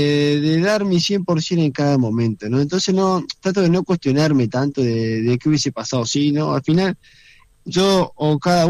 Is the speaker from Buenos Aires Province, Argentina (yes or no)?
no; Reconquista, Santa Fe, Argentina; me crié en Reconquista, en una ciudad pequeña, donde jugaba mucho en la calle, era la pelota.